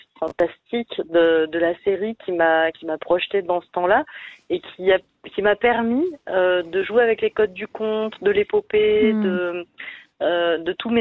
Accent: Provence-Alpes-Côte d'Azur, France; J'ai grandi dans les Hautes-Alpes et dans un rapport très, très concret, très direct et très libre avec les éléments

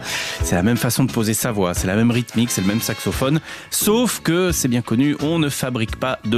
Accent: Switzerland; Alors, chez nous, en Suisse

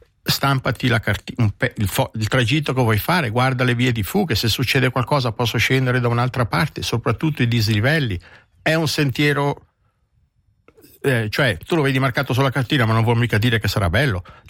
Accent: Ticino, Switzerland; In Ticino siamo ben organizzati

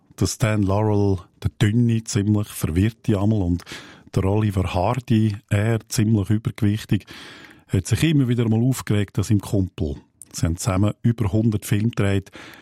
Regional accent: Aargau, Switzerland; Ich bin ja ein Aargauer.

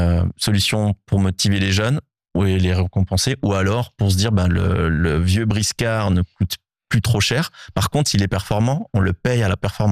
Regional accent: Switzerland; Oui, et puis je suis suisse. Là, j'avais la famille entre Genève.

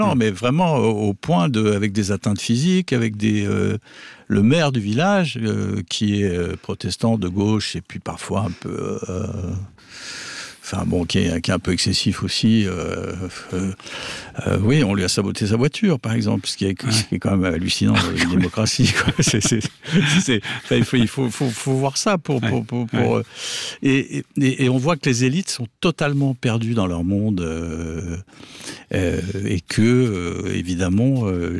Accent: France; Non, parce que vous savez, je suis français... Et la France est le pays de la Révolution à condition que rien ne bouge.

